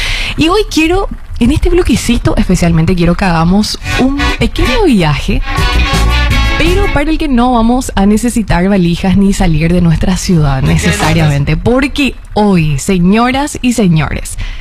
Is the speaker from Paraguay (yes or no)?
yes; Paraguay